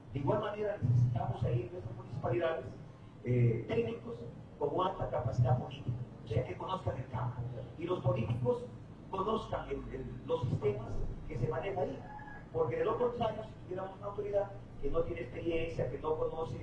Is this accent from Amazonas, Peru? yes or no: yes; Cajaruro, Amazonas, Peru; yo soy de Cajaruro, específicamente de Yuchicaca, es un caserío del centro poblado de Tomazonas.